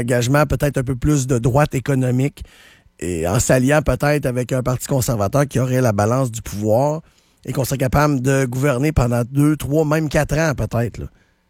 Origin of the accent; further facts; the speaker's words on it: Quebec, Canada; je suis allé exercer mon droit de vote hier dans mon comté, je suis de la Chaudière.